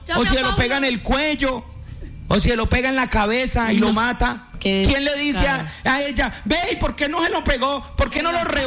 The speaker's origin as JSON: {"language": "Spanish", "region": "Tolima", "country": "Colombia", "said": "Vos sabés, aunque soy tolimense."}